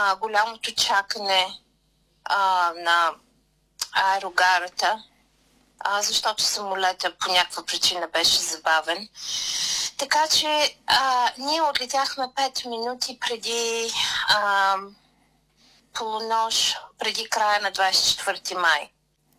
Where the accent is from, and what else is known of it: Plovdiv, Plovdiv Province, Bulgaria; moved away as an adult; now in Australia